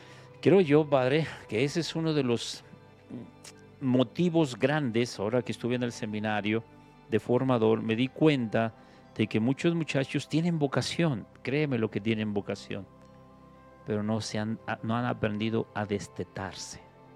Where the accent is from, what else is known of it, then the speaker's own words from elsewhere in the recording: Zacatecas, Mexico; moved away; Y también cuando salí de México, de Zacatecas a México al seminario, sin conocer nada, Padre, yo me fui sin conocer nada.